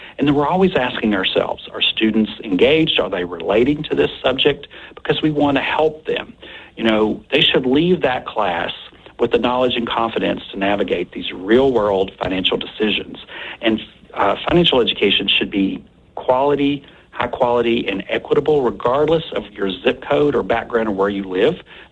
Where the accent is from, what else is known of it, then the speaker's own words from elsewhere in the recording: Kentucky, United States; I grew up in Kentucky